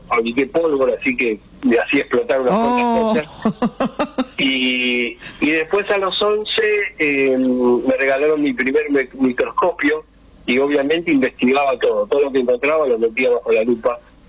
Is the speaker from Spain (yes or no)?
no; Buenos Aires, Argentina; born there; moved away as an adult; yo soy pompeño, que vengo de Buenos Aires, si bien hace 28 años que estoy acá, pero soy porteño, nací en Capital Federal